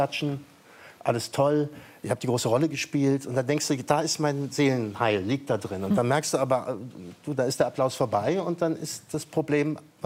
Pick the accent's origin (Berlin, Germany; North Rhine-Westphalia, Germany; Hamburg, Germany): North Rhine-Westphalia, Germany; Bonn; born or raised there